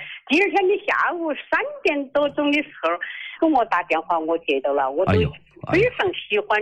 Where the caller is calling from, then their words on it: Daqing, Heilongjiang, China; 我是大庆的，